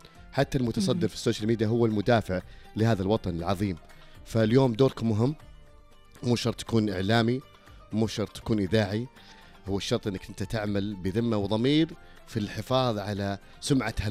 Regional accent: Saudi Arabia

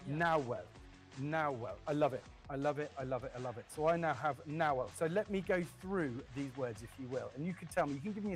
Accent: United Kingdom; I am alarmingly British. Sorry. I'd like to publicly apologize for how British I am.

